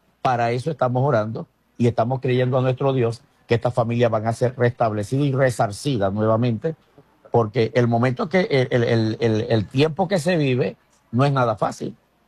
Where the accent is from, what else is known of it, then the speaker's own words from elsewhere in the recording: Venezuela; Somos venezolanos y aquí estamos haciendo esta marcha por Venezuela